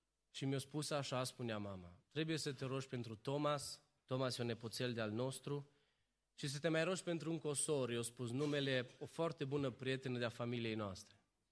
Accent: Romania; Pentru faptul că noi am zis așa ca români, întotdeauna trebuie să mai consulți un al doilea medic

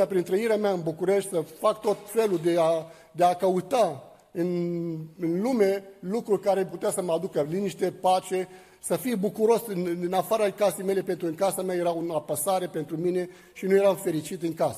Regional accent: Lebanon; moved away as an adult; now in Bucharest, Romania; sunt din Liban, m-am născut dintr-o familie de musulmani și aiți.

